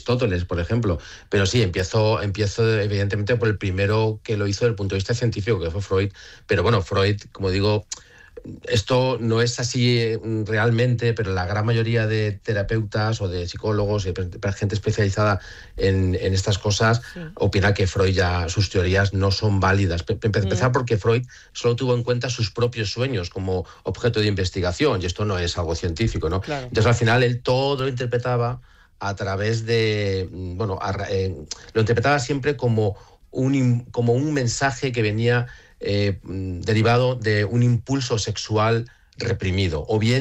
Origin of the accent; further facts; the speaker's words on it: Madrid, Community of Madrid, Spain; para mí, que soy de Madrid, soy del centro, soy de secano